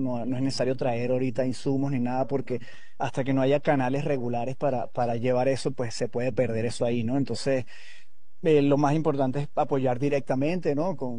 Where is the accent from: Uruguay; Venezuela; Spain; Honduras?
Venezuela; now in Mexico